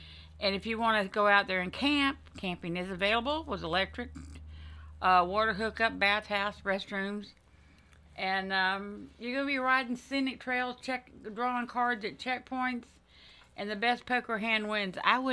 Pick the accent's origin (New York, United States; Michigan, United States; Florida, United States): Florida, United States; Orange Park; born there; moved away; That's what was in Orange Park when I was in Orange Park.